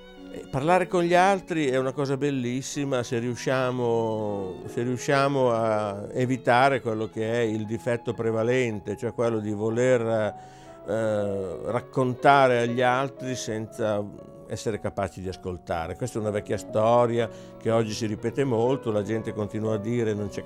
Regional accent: Milan, Lombardy, Italy; io sono nato a Milano.

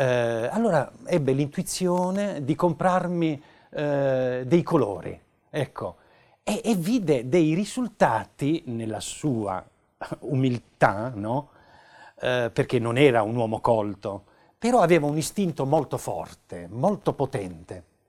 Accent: Bari, Apulia, Italy; born there; Io sono nato nel 1948 a Bari, in un seminterrato, una famiglia molto povera

